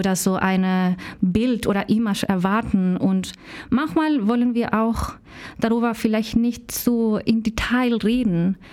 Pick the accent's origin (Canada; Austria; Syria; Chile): Chile; German is a second language; now in Germany; Ich komme aus Chile, aus Lateinamerika